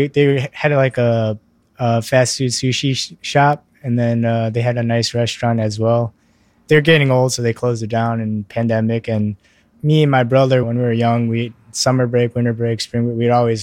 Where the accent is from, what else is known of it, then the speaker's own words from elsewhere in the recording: United States; born there; I'm Korean, or my parents are from Korea, and so I'm Korean American because I was born in America.